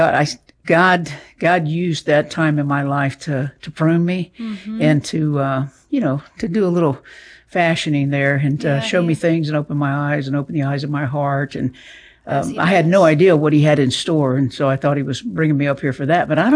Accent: Columbus, Georgia, United States; I'm originally from Georgia. The Columbus and Fort Benning area.

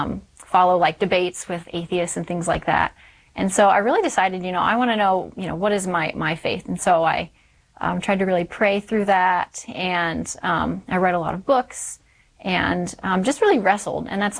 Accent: Florida, United States; In Florida.

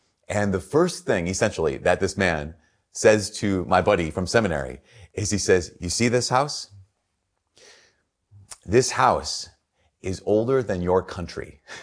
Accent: United States

